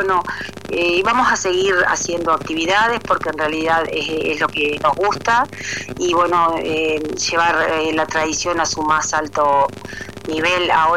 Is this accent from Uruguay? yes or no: yes; Dolores, Soriano, Uruguay; Yo soy de Dolores, en el departamento de Soriano, oriunda de allí.